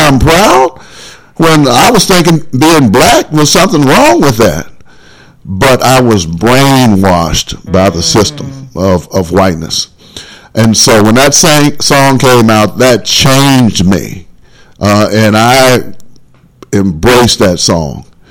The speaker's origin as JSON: {"language": "English", "town": "Berkeley", "region": "California", "country": "United States", "said": "Now, you have to understand, I came from Berkeley, California, the home of the Black Panthers."}